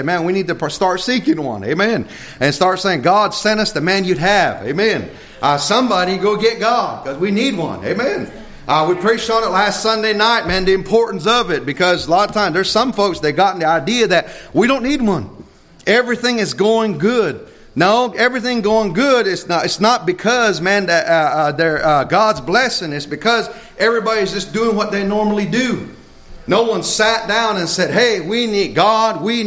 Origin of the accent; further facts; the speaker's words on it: United States; born there; I'm American, top of my head, bottom of my foot, amen. I'm not saying that I'm Indian first. No, I say I'm an American, amen. Born in this country